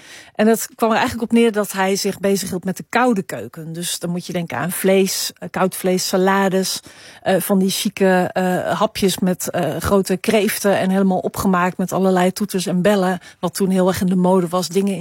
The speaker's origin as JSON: {"language": "Dutch", "country": "Suriname", "said": "Ja, ik kom uit Suriname, dus iedereen gooit je oom en tante."}